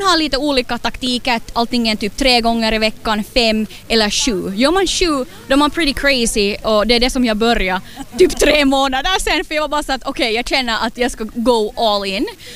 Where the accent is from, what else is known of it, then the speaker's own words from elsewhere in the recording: Ekenäs, Uusimaa, Finland; och jag kommer från Ekenäs.